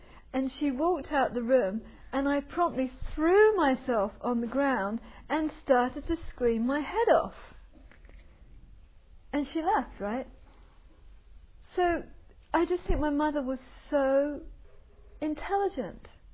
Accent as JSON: {"language": "English", "region": "England", "country": "United Kingdom", "said": "And being English, so I had some kind of interest in this. And I had a friend coming out from England"}